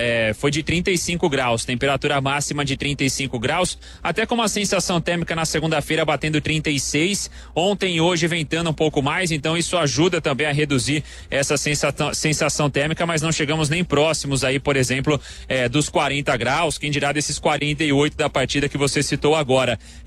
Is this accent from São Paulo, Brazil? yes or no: yes; Catanduva, São Paulo, Brazil; Lá em Catanduva, minha terrinha também, na época do verão, costumava ter esse calor todo mesmo, já no início da noite, assim.